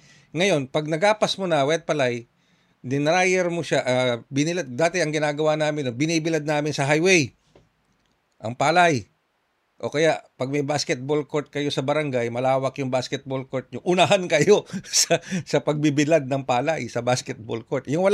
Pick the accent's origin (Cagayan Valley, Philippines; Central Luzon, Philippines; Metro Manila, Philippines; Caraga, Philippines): Central Luzon, Philippines; Ano po, sa totoo lang, taga Region 3 po ako, taga Tarlac ako. At ang mga ninuno ko, mga magulang ko, mga magsasaka.